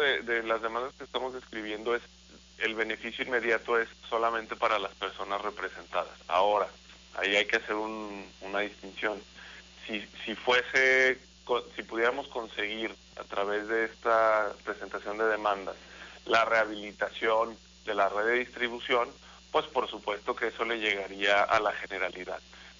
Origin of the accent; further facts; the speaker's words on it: León, Guanajuato, Mexico; yo soy leonés, soy guanajuatense, he sido un par de veces candidato a la presidencia municipal de León